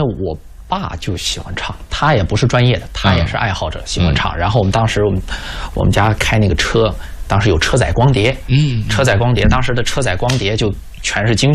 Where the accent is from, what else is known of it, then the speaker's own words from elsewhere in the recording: Beijing, China; 我是北京的，我是人大附毕业的